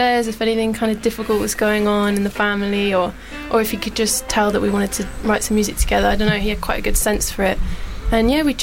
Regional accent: Wimbledon, London, United Kingdom; I grew up in Wimbledon.

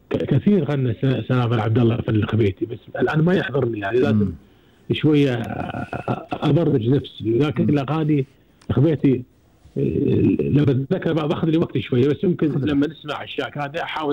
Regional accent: Kuwait; عندنا في الكويت

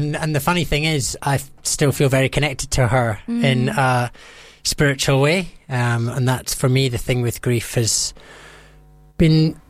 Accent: Scotland, United Kingdom; I'm from Scotland, so there is a bit of cultural differences as well, yeah.

